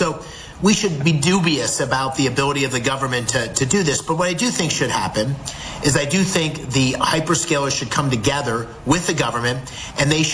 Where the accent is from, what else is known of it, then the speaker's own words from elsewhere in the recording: Pennsylvania, United States; No senator is going to go to Columbia County, where I grew up in Pennsylvania, and tell people to have a data center.